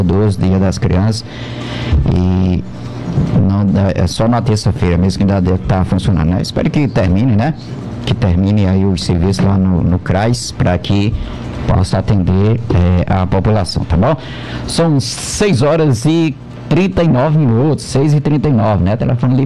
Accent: Campina Grande, Paraíba, Brazil; moved away; Campina Grande, tá lá na minha terra

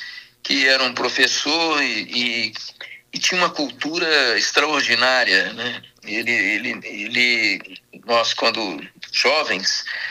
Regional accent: Diamantina, Minas Gerais, Brazil; Eu amo minha terra, amo Diamantina, amo a nossa região, daqui do Vale, Minas Gerais. Eu sou extremamente sensível ao lugar onde nascemos e fomos criados, não é?

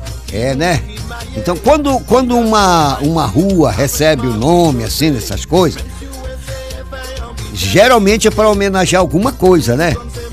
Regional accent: Belém, Pará, Brazil; eu nasci na Maravilha. É lá que tá enterrado o umbigo do … Então, eu me criei no Jurunas.

